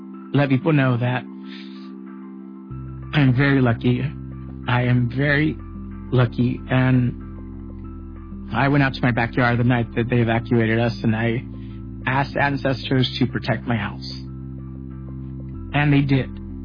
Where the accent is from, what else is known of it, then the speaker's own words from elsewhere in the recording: Los Angeles, California, United States; My parents are from Michoacán. My dad was from Saguayo. I was born in Los Angeles. I grew up in SGV in San Gabriel Valley.